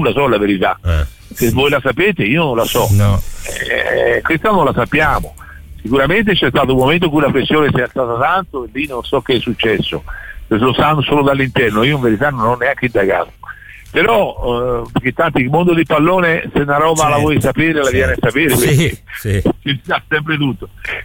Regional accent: Tuscany, Italy; siamo toscani

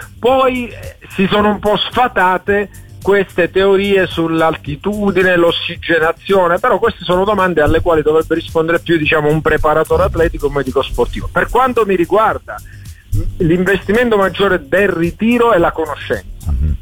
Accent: Calabria, Italy; In Sila, dalle mie parti, che abbiamo dei posti bellissimi

